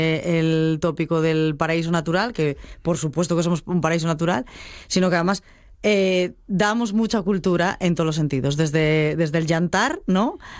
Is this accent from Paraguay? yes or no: no; Asturias, Spain; lo que somos los asturianos, lo que ye Asturias en una identidad completa, ¿no?